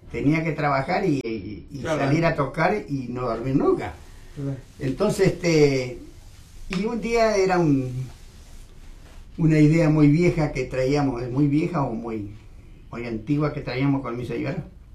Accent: María Grande, Entre Ríos, Argentina; now in Paraná, Argentina; Paraná lo conocía de paso, porque yo soy de María Grande

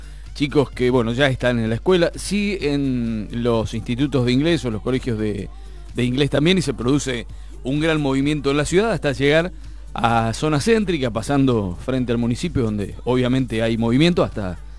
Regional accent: Argentina; como buenos argentinos, ahí vamos tratando de motivarnos mucho más con el tema del Mundial

